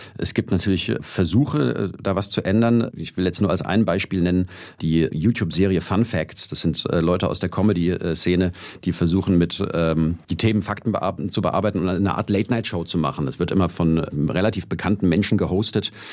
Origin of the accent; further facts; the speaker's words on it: Berlin, Germany; Also ich bin ja in der Lesebühnenszene in Berlin groß geworden